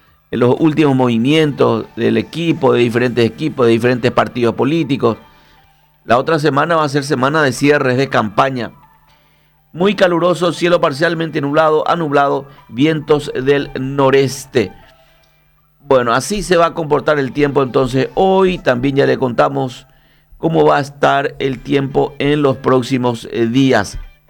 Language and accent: Spanish; Villa Elisa, Central, Paraguay; en la zona de donde yo vengo, que es de Villa Elisa, se nota bastante cuando hay neblina.